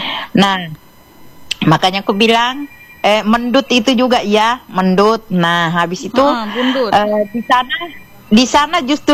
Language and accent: Indonesian; Sulawesi, Indonesia; born there; now in East Kalimantan, Indonesia